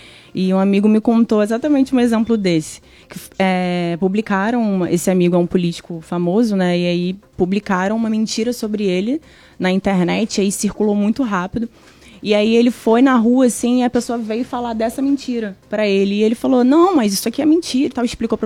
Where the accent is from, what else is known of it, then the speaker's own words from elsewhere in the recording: Maricá, Rio de Janeiro, Brazil; born there; sou jornalista, sou natural do Rio de Janeiro, mas moro em Maricá desde os meus 8 anos.